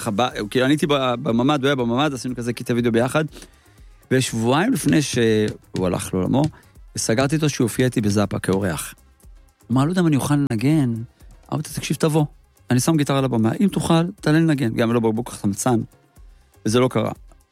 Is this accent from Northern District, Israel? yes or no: no; Yeruham, Southern District, Israel; נולדתי בירוחם.